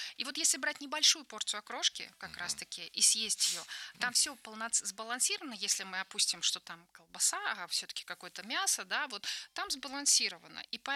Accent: Tashkent, Uzbekistan; moved away; Я из Ташкента родом

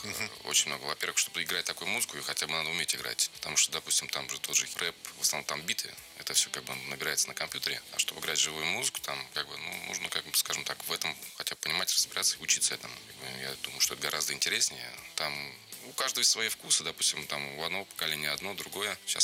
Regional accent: Ryazan, Ryazan Oblast, Russia; now in Moscow, Russia; Хотя я сам родом из Рязани, да, ну, живу уже лет 15 раз, живу, работаю здесь, в Москве.

